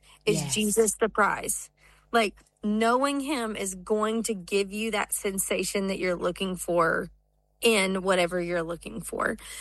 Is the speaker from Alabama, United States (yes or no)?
yes; Alabama, United States; I'm from Alabama.